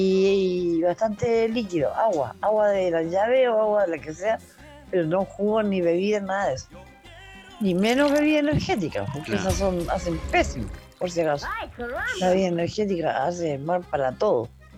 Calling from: Quilpué, Valparaíso, Chile; de Quilpué.

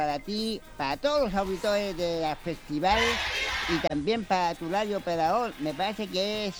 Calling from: Chillán, Ñuble, Chile; amigo de Chillán.

